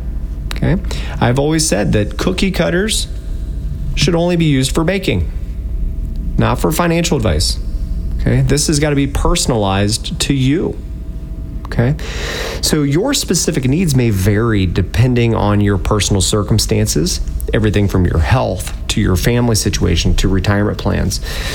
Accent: Dayton, Ohio, United States; we're actually from Dayton.

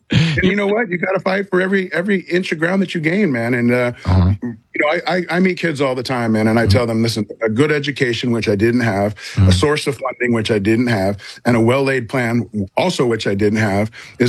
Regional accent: Los Angeles, California, United States; born or raised there; now in Tulsa, United States

